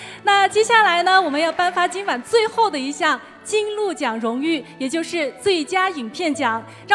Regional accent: Chaoshan, China; 那么作为一名潮汕人，此时此刻我也非常的自豪

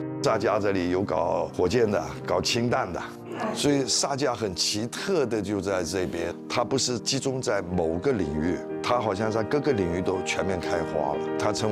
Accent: Fuzhou, Fujian, China; born there; 我们都是在这出生。对对对，

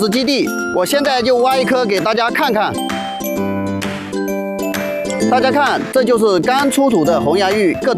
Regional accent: China; 是一名土生土长的盐山人。

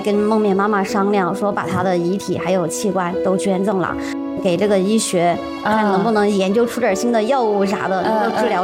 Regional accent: Guizhou, China; 我说我是贵州的一个小姐姐

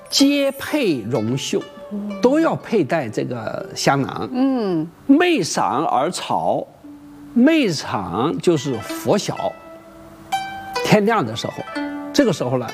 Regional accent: China; 我们中国人

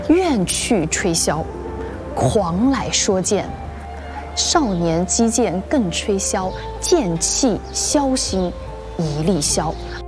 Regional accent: Hangzhou, Zhejiang, China; 近现代历史上涌现的一帮这个文学的巨匠，郁达夫、戴望舒，咱们杭州人。

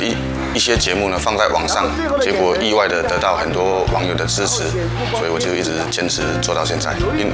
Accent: Fujian, China; first language Hokkien (Minnan); Chinese is a second language; 因为我本身是闽南人，所以呢，闽南语算是我的强项，然后我讲普通话不标准啊

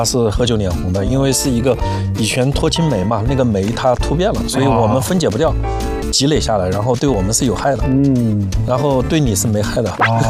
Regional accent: China; 就是我们中国人大概都有1%-3%的尼安德特人的这个血统。

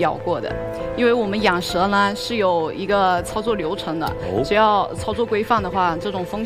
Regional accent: Yongzhou, Hunan, China; 我是湖南永州的。

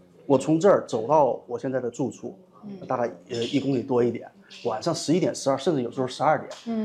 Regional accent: Dalian, Liaoning, China; 我从大连过来。

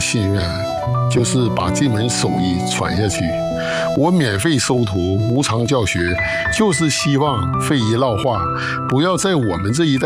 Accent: Changchun, Jilin, China; 我是土生土长的长春人嘛，深知长春这座城市的底蕴和岁月的变迁。

